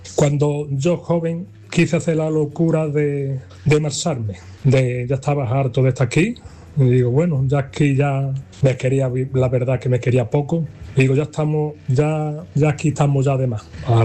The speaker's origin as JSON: {"language": "Spanish", "town": "Brenes", "region": "Andalusia", "country": "Spain", "said": "Muy buenas madrugadas … de Brenes."}